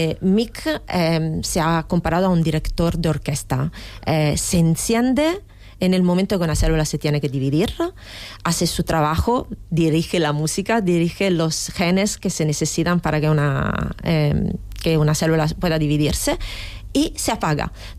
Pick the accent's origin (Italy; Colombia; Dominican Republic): Italy; Spanish is a second language; Y perdóname, yo soy italiana, entonces utilizaré ejemplos italianos.